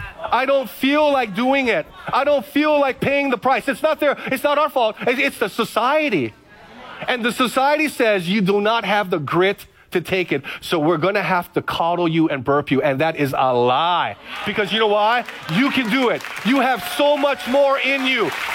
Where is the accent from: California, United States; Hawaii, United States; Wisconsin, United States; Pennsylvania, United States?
Hawaii, United States; now in Kaneohe, United States; I'm from the Big Island, FBI. Kaneohe, I'm in Kaneohe, get plenty of rain.